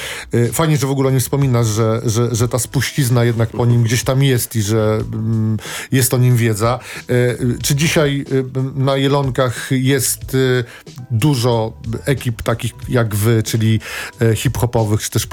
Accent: Warsaw, Masovian Voivodeship, Poland; Ja się wychowałem na Mokotowie tutaj

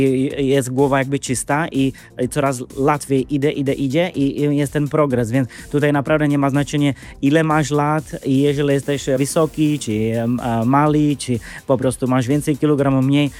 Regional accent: Czechia; first language Czech; Polish is a second language; moved away as an adult; now in Warsaw, Poland; Przepraszam za mój polski, bo ja jestem z Czech, pochodzę z Czech, ale mieszkam 7 lat w Warszawie, więc się uczę polski język.

